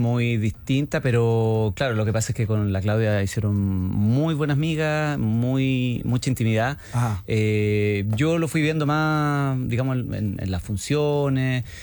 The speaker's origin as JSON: {"language": "Spanish", "region": "Antofagasta", "country": "Chile", "moved": "yes", "lives_now": "Santiago, Chile", "said": "yo soy de Antofagasta"}